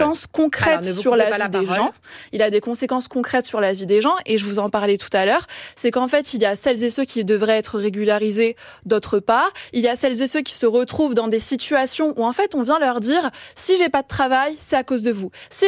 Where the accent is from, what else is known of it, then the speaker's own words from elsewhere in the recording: France; born there; Moi, je suis enfant d'immigrés. Ma maman est aide-soignante, mon père est chef de chantier, mais je suis née en France et je ne suis pas immigrée.